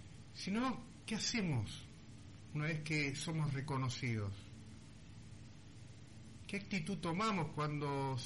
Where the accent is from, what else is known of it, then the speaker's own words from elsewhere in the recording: Argentina; Soy patriota. Amo a mi país.